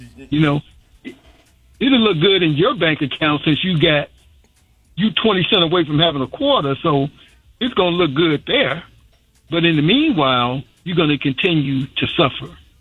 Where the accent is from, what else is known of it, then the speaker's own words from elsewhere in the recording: Chicago, Illinois, United States; I grew up in Chicago.